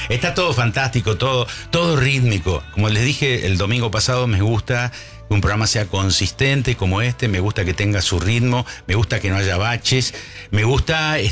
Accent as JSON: {"language": "Spanish", "town": "Villa Constitución", "region": "Santa Fe", "country": "Argentina", "tie": "born there", "said": "Yo nací en ese sanatorio, así que..."}